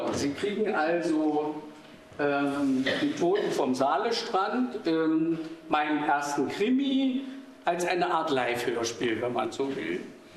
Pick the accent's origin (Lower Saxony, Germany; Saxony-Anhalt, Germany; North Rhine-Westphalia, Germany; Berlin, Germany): Saxony-Anhalt, Germany; Dessau; ich bin in Dessau geboren und auch aufgewachsen. Ich habe die Stadt verlassen, da hatte sie nur 100.000 Einwohner.